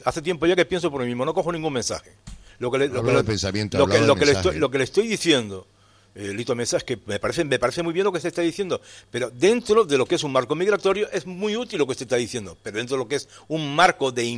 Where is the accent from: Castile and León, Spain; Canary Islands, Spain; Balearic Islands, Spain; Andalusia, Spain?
Canary Islands, Spain; ¿Y en Canarias cómo estamos?